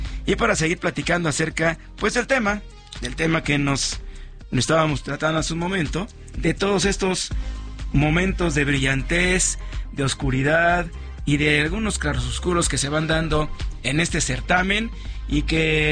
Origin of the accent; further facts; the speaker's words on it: Mexico; no somos los mexicanos los únicos que nos desbordamos a la calle en otros países, ¿no?